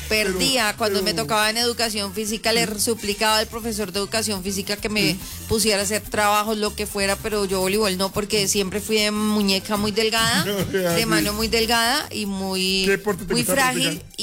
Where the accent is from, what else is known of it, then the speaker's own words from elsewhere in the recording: Tolima, Colombia; nos duele a todos como colombianos, como tolimenses